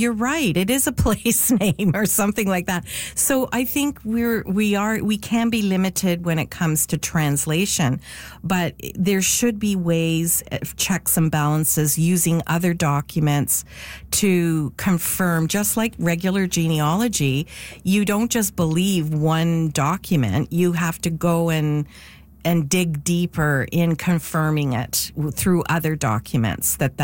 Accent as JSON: {"language": "English", "country": "Canada", "said": "I'm so Canadian."}